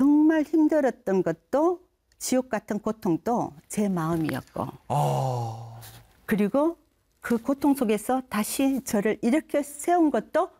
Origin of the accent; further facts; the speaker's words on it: Gyeongsang, South Korea; 저는 고향이 경상도예요.